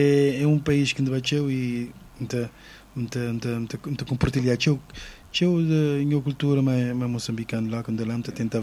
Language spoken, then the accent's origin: Portuguese; Mindelo, São Vicente, Cape Verde; born there; Nasci na São Vicente de Mindelo.